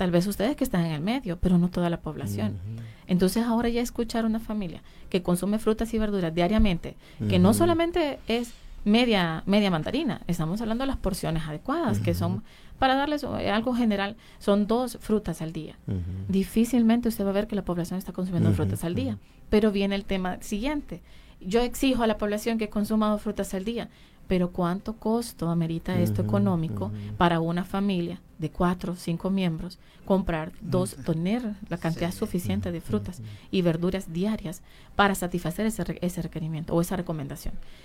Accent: Honduras; y como hondureños ni la fortalecemos ni la estamos protegiendo

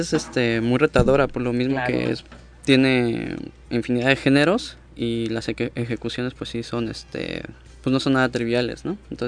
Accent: Mexico City, Mexico; Bueno, pues yo siempre he sido de la ciudad, soy chilango.

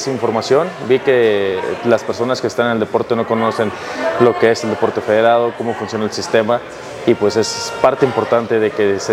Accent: Mexico; Soy el primer mexicano a estar en este nivel, en el área de lanzamientos.

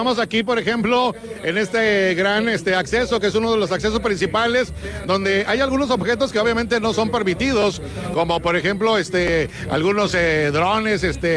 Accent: Mexico; Todos somos bien mexicanos

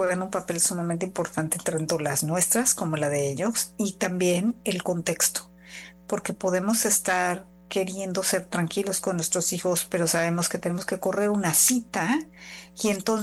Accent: Mexico; now in Canada; yo nací en México, crecí en México

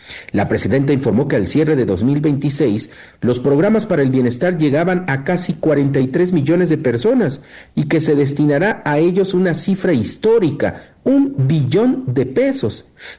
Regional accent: Mexico; si somos los mexicanos quienes ponemos para que el Estado funcione?

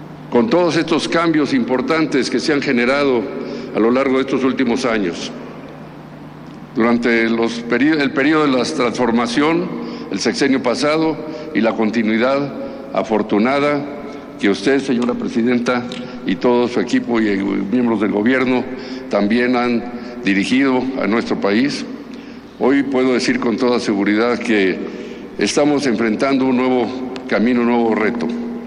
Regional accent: Mexico

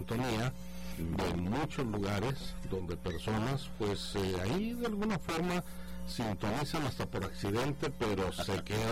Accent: Guadalajara, Jalisco, Mexico; soy de Guadalajara.

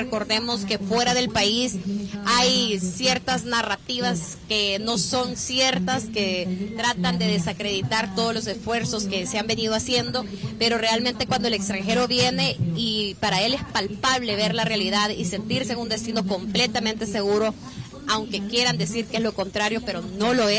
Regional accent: El Salvador; nosotros como salvadoreños

